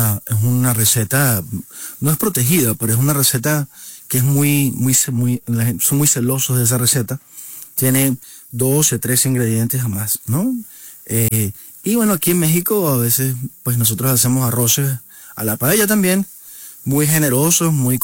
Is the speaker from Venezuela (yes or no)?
yes; Venezuela; born there; Hombre, yo soy venezolano y soy mexicano nacido en Venezuela